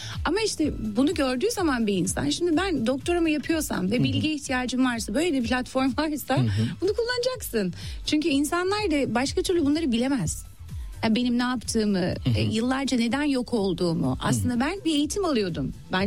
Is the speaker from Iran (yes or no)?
no; London, United Kingdom; Biraz daha yani ben yıllarca çok farklı bir ortamda büyüdüm. Halk evlerinde büyüdüm Londra'da.